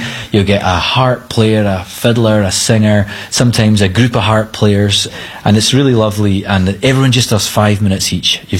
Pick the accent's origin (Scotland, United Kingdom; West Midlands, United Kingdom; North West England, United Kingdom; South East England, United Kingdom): Scotland, United Kingdom; Grantown-on-Spey; moved away as an adult; also born or lived in Glasgow; So I used to live in Glasgow for 16 or 17 years, and then I moved back up to where I grew up in Grattan-on-Spey, in Strathspey.